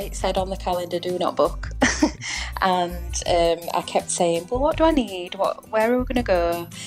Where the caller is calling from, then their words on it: Wakefield, Yorkshire and the Humber, United Kingdom; I'm in Wakefield.